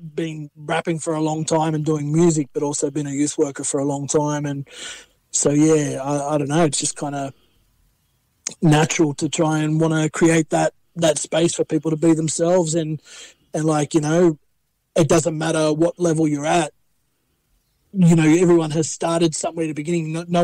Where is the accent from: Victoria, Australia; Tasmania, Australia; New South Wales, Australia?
New South Wales, Australia; Penrith; Grew up in Western Sydney, born and raised in Penrith.